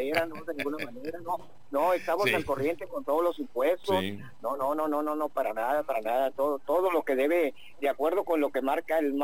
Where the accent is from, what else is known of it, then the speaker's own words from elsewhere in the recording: Monterrey, Nuevo León, Mexico; en mi pueblo, en la ciudad de Monterrey, sí, nunca falta el agua en un año.